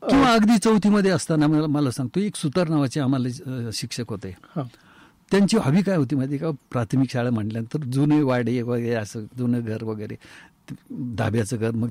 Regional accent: Nighoj, Maharashtra, India; also born or lived in Wadzire; निगोज हे आमचं मूळ गाव।

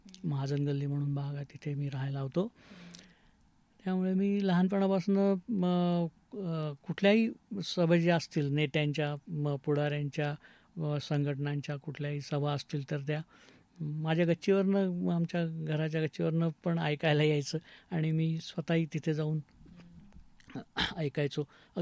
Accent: Ahmednagar, Maharashtra, India; also born or lived in Khandesh; जवळजवळ 60 वर्ष मी या शहरात, मी आता लहानचा मोठा झालो

